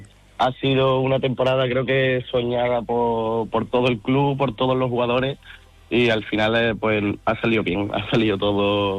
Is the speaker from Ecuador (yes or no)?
no; Seville, Andalusia, Spain; yo por ejemplo que soy de aquí, de Sevilla